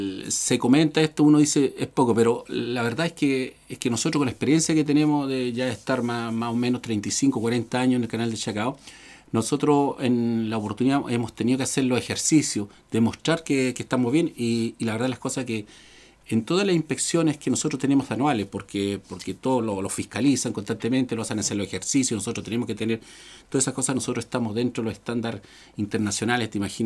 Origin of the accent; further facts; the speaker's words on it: Ancud, Los Lagos, Chile; estoy acá en Ancud, primero por ser chilote, nacido y criado en Ancud.